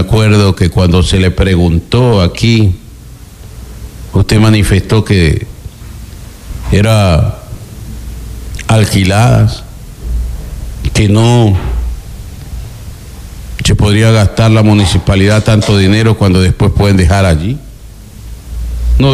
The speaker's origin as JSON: {"language": "Spanish", "region": "Santa Elena", "country": "Ecuador", "said": "Yo soy de Santa Elena"}